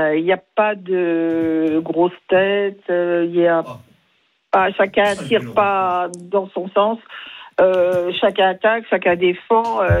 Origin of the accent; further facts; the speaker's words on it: Marseille, Provence-Alpes-Côte d'Azur, France; mais en tant que Marseillais, moi, j'aimais beaucoup Bernard Tapie